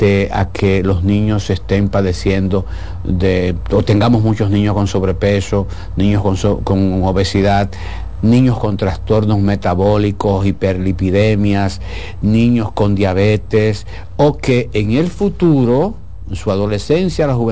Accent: Villa Jaragua, Bahoruco, Dominican Republic; born there; also born or lived in Santiago Rodríguez; now in Santo Domingo, Dominican Republic; Yo nací en Villajaragua, Neiva, provincia Bahoruco.

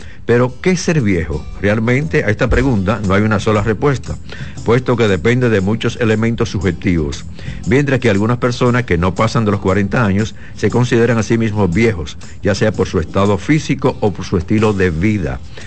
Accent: Dominican Republic

